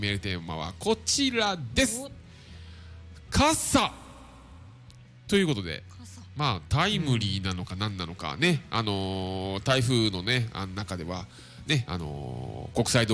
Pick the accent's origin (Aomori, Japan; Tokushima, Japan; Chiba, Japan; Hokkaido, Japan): Tokushima, Japan; now in Okinawa, Japan; 僕出身四国の徳島なんですけど、